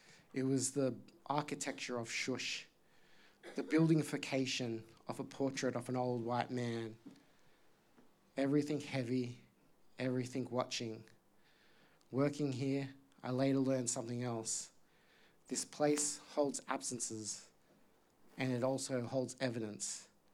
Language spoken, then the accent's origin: English; New South Wales, Australia; My family is originally from Mudgee, New South Wales, but I grew up on Darkinjung country on the New South Wales Central Coast.